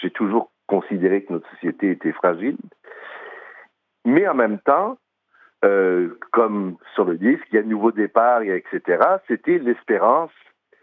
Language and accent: French; Quebec, Canada; Je suis Québécois.